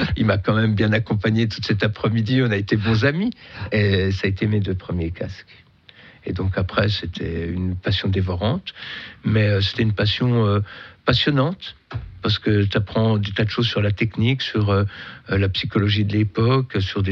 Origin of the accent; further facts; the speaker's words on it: Besançon, Bourgogne-Franche-Comté, France; Moi, mon père, il a connu l'Exode. On est de Besançon.